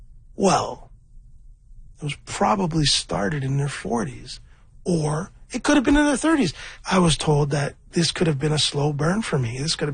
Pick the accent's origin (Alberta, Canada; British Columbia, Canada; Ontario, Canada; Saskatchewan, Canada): Ontario, Canada; Toronto; I'm from Scarborough. I'm a rapper.